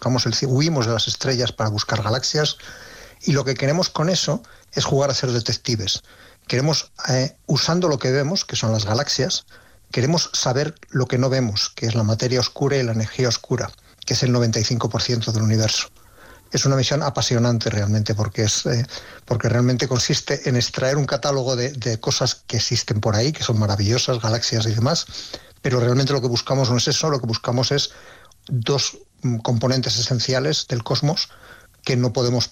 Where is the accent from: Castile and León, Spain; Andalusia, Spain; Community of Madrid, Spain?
Castile and León, Spain; Ávila; Sí, yo soy de Ávila, y en Ávila tenemos unos cielos envidiables, de hecho tenemos reservas Starlight, y sí, en la zona norte de Ávila de niño